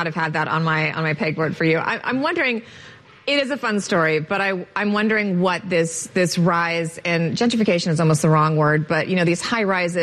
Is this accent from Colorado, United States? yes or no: yes; Colorado, United States; also born or lived in Washington, D.C.; now in New York, United States; having just moved to New York from D.C., which I thought was a fairly expensive city, I grew up in Colorado